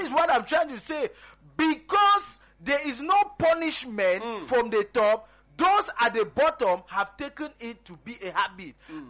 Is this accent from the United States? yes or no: no; Bamenda, Northwest Region, Cameroon; moved away; even if I am from Bamenda, but I am based here, my origin is Bamenda.